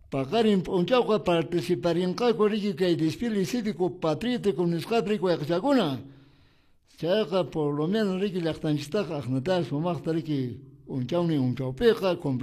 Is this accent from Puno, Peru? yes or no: no; Chumbivilcas, Cusco, Peru; Saludos a mi patria chica de los jorilazos con fervor y valentía de mi Perú profundo.